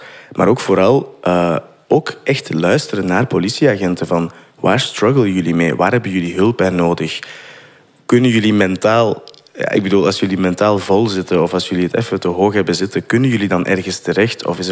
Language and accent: Dutch; Turnhout, Flanders, Belgium; Ja, ik ben van Turnhout.